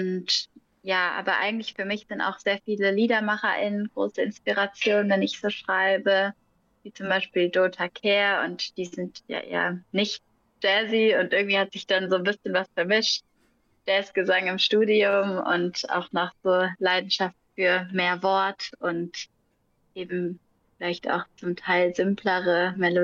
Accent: Freiburg, Baden-Württemberg, Germany; moved away; nach Freiburg, wo wir ursprünglich herkommen

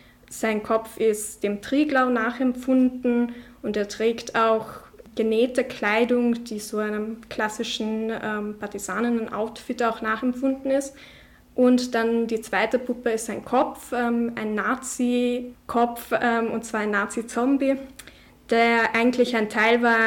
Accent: Carinthia, Austria; Ich bin Kärntner Slowenin

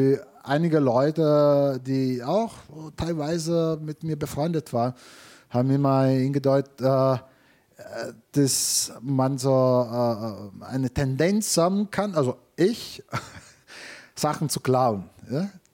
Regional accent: Abruzzo, Italy; German is a second language; moved away as an adult; also born or lived in Bologna; now in Austria; Ich komme aus relativ Süditalien, weil Abruzzen war das gehörten zum damaligen Königreich von Neapel. Und wir sind der Nord des Südens.

